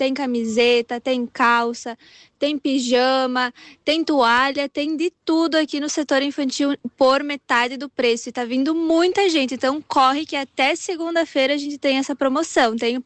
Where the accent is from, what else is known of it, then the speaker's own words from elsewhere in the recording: Bento Gonçalves, Rio Grande do Sul, Brazil; Sou de Bento, sou de fora.